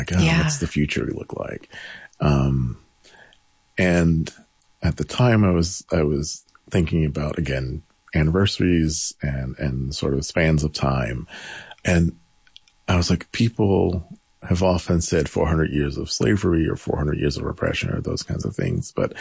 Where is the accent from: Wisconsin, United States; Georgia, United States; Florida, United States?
Georgia, United States; my hometown was the antebellum and Confederate capital of Georgia